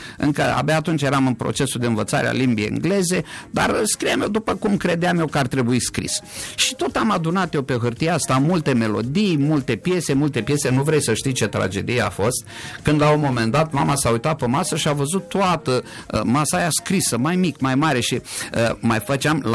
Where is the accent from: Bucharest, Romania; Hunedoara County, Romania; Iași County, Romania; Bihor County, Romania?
Iași County, Romania; Iași; eu sunt ieșean la origine